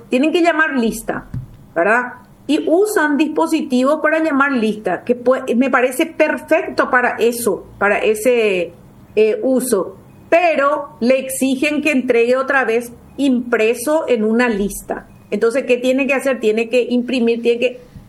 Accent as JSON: {"language": "Spanish", "town": "Colonia Independencia", "region": "Guairá", "country": "Paraguay", "tie": "born or raised there", "moved": "yes", "said": "Yo vengo de la Colonia Independencia. Yo terminé el colegio en la Colonia Independencia"}